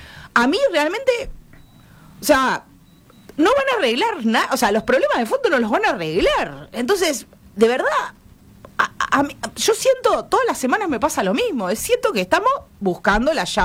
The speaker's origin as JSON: {"language": "Spanish", "country": "Uruguay", "said": "Problemas que nosotros nos negamos como uruguayos a ver"}